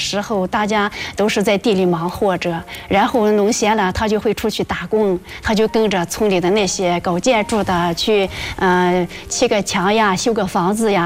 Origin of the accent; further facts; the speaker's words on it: Gansu, China; moved away as an adult; now in Beijing, China; 我今年58岁，我来自甘肃平寮重庆县一个美丽的小村庄。